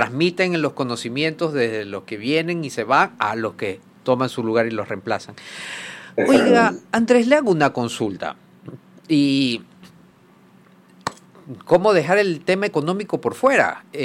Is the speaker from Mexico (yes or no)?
no; Guayaquil, Guayas, Ecuador; born there; yo también soy lasallano, pero de La Salle de acá de Guayaquil.